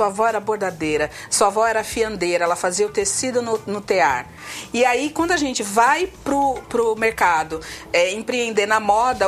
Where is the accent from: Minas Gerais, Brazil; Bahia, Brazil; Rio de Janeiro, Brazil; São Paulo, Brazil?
São Paulo, Brazil; now in Santo André, Brazil; A gente morava junto na Zona Leste.